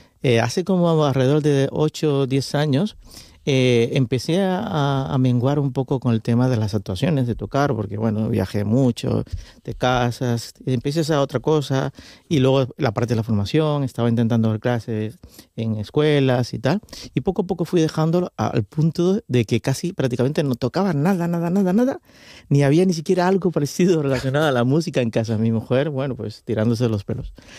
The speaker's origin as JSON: {"language": "Spanish", "country": "Cuba", "tie": "born or raised there", "moved": "as an adult", "lives_now": "Spain", "said": "Yo nativo soy de Cuba."}